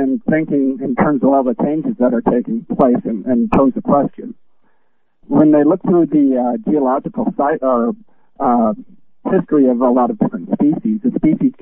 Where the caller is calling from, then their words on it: Reno, Nevada, United States; from Reno.